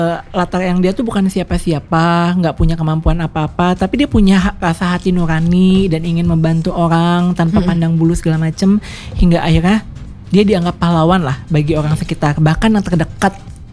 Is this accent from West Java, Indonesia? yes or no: yes; West Java, Indonesia; kita sebagai warga Jawa Barat